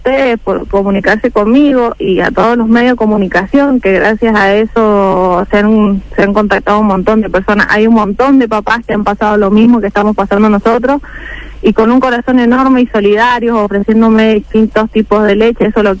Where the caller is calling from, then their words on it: San Martín, Mendoza, Argentina; No, yo soy de acá de San Martín.